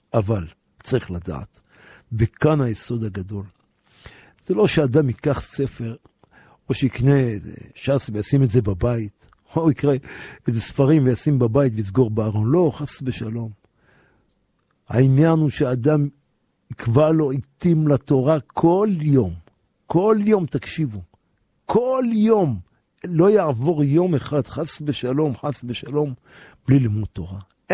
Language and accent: Hebrew; Jerusalem, Jerusalem District, Israel; born there; אני נולדתי בשכונת בוחרים בירושלים.